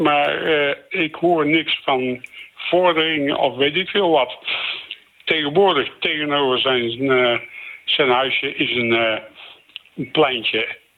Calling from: Tilburg, North Brabant, Netherlands; Ik kom uit Tilburg.

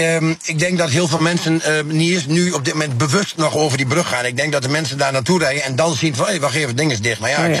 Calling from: Almelo, Overijssel, Netherlands; ik kom dan uit Almelo

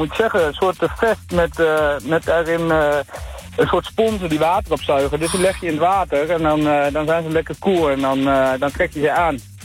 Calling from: Deventer, Overijssel, Netherlands; Vanaf de Worp. Dicht bij Deventer.

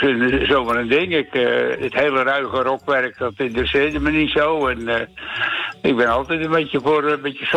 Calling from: Stad aan 't Haringvliet, South Holland, Netherlands; ik kom van Stalland Haringvliet en de schuit is Haringvliet.

